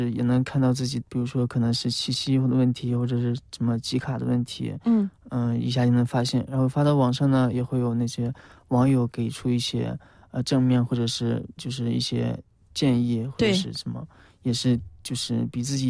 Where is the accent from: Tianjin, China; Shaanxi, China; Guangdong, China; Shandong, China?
Shaanxi, China; also born or lived in Xinjiang; 我当时因为在新疆读的大学，然后我们的贝斯手是东北的，我是陕西的